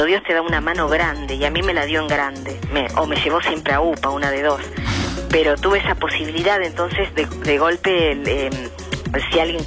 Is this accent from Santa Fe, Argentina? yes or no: no; San Pedro, Buenos Aires Province, Argentina; moved away as an adult; soy de San Pedro, provincia de Buenos Aires